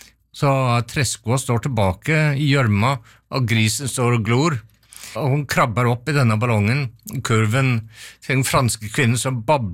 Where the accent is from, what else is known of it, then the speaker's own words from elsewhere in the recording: Seljord, Vestfold og Telemark, Norway; Jeg kommer fra en liten plass i Seljord, og jeg kommer litterært fra Frankrike, og også England og andre steder, men det internasjonale påvirkninger og røttene i Telemark, i Seljord